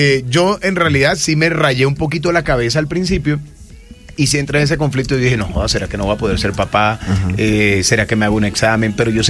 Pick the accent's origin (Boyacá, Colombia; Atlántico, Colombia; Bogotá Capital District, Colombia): Atlántico, Colombia; Barranquilla; soy barranquillero